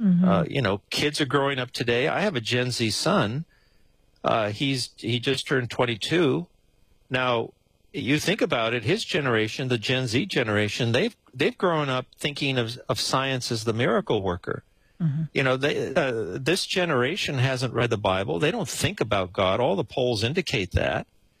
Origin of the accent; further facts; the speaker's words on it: Los Angeles, California, United States; born there; I was born in East Los Angeles on the wrong side of the tracks.